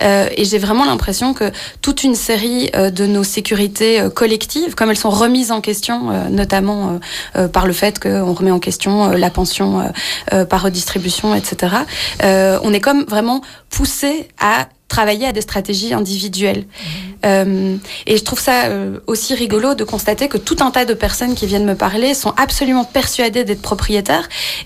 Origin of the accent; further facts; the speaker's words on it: Brussels, Brussels-Capital Region, Belgium; en tant que Bruxellois, Bruxelloise